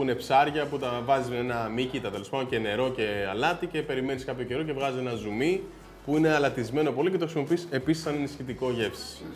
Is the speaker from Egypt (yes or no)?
yes; Egypt; now in Greece; τους λέω είμαι από την Αίγυπτο